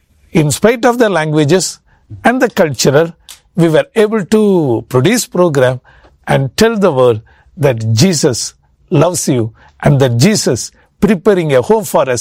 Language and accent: English; India; And I'm also from India. I speak different language.